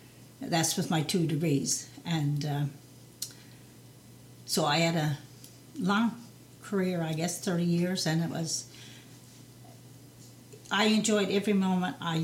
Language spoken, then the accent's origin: English; North Point, Newfoundland and Labrador, Canada; I grew up in North Point.